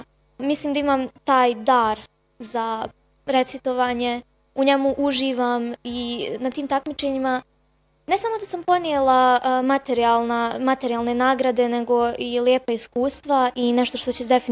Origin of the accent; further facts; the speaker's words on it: Vlasenica, Republika Srpska, Bosnia & Herzegovina; Iz osnovne škole došla sam iz Vlasenice.